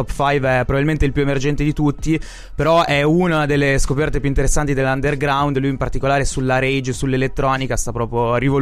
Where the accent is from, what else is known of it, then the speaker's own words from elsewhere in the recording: Bologna, Emilia-Romagna, Italy; chi è delle mie parti, ma anche chi ha studiato tanto la storia del rap, sa che Bologna è una delle mecche dell'hip hop